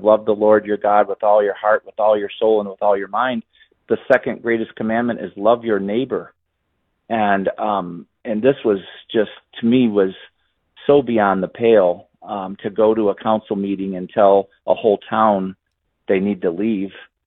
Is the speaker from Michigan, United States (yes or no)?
yes; Wyandotte, Michigan, United States; Well, I grew up in Wyandotte, Michigan, very short distance from Dearborn.